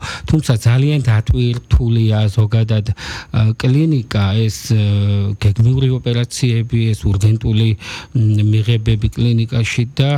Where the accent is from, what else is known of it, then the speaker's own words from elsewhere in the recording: Poti, Samegrelo-Zemo Svaneti, Georgia; moved away as an adult; მე ფოთში დავიბადე, სკოლა ფოთში დავამთავრე.